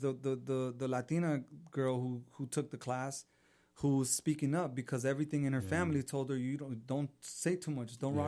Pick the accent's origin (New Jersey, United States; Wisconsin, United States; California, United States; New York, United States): California, United States; Los Angeles; my streets in South Central